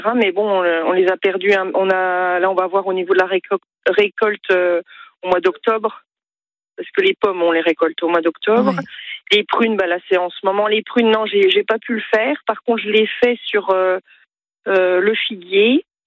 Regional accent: Bourgogne-Franche-Comté, France; Du coup, on est originaire de la Franche-Comté, de Besançon, à côté de Besançon, oui.

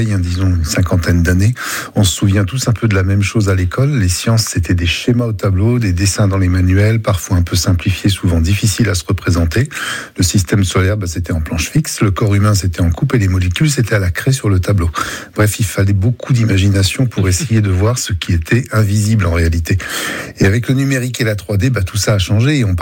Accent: Bourgogne-Franche-Comté, France; Vous avez dit bourguignonne, moi je dis nivernaise, je suis originaire de la Nièvre.

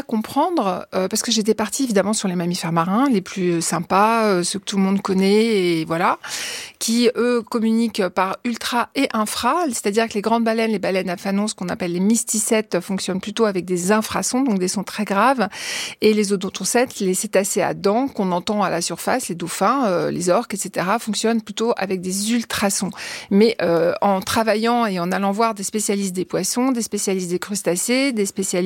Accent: Corsica, France

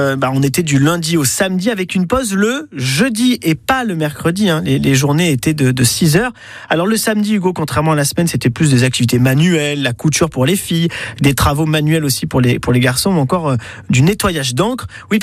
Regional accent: Provence-Alpes-Côte d'Azur, France; Chez nous en Vaucluse, mais aussi partout en France, dans les champs, ben, on avait besoin des enfants

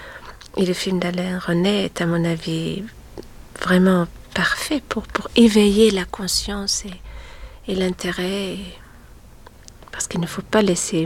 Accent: North Rhine-Westphalia, Germany; moved away; J'ai grandi dans la Rhénanie du Nord-Westphalie, près de Münster. C'est à mi-chemin entre Hambourg et Cologne. C'est là que je suis allée à l'école.

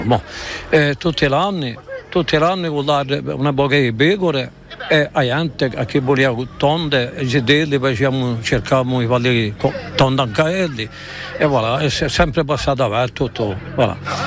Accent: Penta-di-Casinca, Corsica, France; La Panta di Casinca.

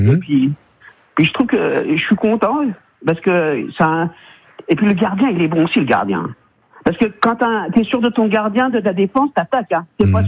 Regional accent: Jarville-la-Malgrange, Grand Est, France; Je suis de Jarville.

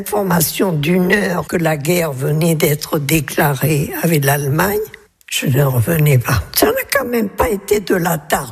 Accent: Saint-André-de-Cubzac, Nouvelle-Aquitaine, France; born there; now in Saint-Médard-de-Guizière, France; je suis née en Gironde, je suis une pure Girondine et j'ai 106 ans.

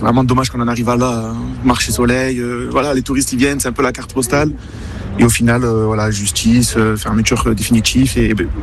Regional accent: Marseille, Provence-Alpes-Côte d'Azur, France; je suis né à Marseille, j'ai toujours vu cet endroit, j'ai toujours vu ce lieu.

